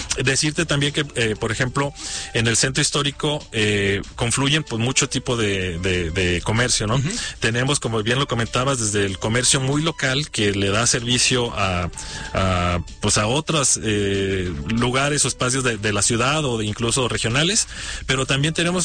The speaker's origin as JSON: {"language": "Spanish", "town": "Guadalajara", "region": "Jalisco", "country": "Mexico", "said": "somos capaces, los tapatíos y tapatías"}